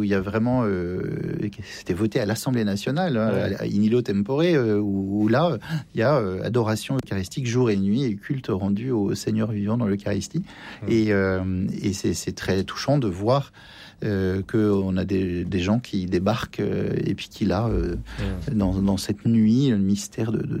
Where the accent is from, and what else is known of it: France